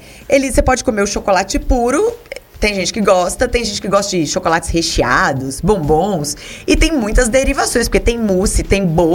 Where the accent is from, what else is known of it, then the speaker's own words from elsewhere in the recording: Minas Gerais, Brazil; como sou uma boa mineira